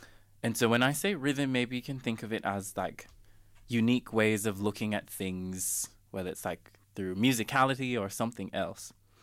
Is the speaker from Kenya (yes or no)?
no; Jamaica; because growing up in Jamaica, you're, like, constantly around loud music, that it does something to the DNA.